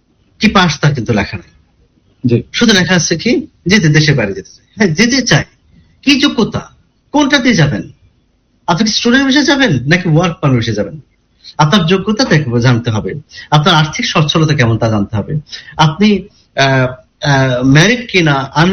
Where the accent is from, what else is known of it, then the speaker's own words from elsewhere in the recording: Kushtia, Khulna Division, Bangladesh; আমার বাড়ি যেমন কুষ্টিয়া হতে পারে